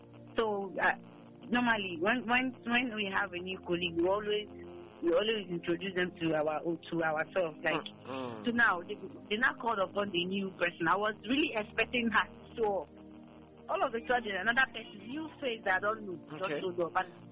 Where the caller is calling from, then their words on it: Okigwe, Imo, Nigeria; I'm calling from Okigwe, sir.